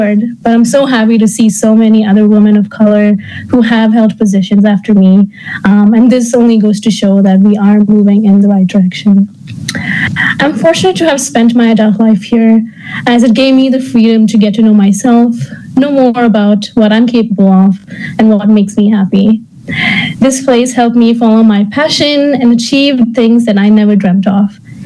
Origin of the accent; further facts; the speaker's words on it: India; India. As a country, India has progressed in many ways. I've seen the shift in mentality in women in my hometown.